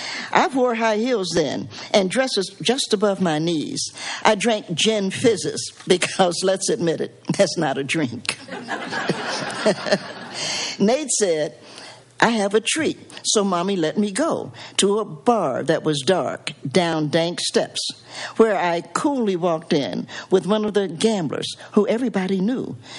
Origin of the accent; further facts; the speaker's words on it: Knoxville, Tennessee, United States; born there; I'm a Knoxvillian by birth. I was the first person actually in my family born in a hospital. I was born in Knoxville General Hospital.